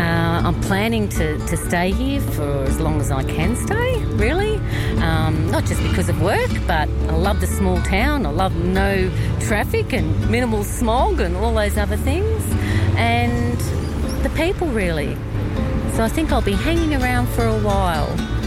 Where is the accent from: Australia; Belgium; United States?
Australia; Brisbane, Queensland; now in Alice Springs, Australia; I'm from Brisbane, you know, so it's difficult to get home without having to go through other major airports like Sydney or Melbourne.